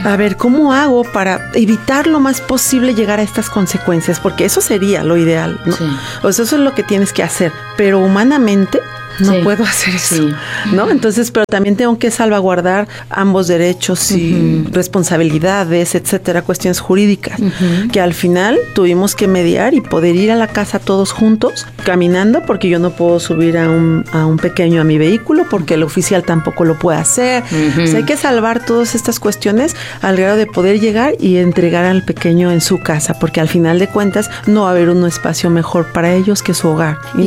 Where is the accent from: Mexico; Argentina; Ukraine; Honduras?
Mexico; Jalisco; Jalisciense, con mucho orgullo.